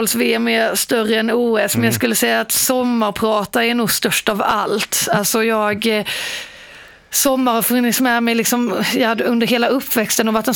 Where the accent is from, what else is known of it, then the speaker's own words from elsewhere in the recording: Båstad, Skåne, Sweden; Jag kommer ju från Båstad, där det är väldigt populärt med tennis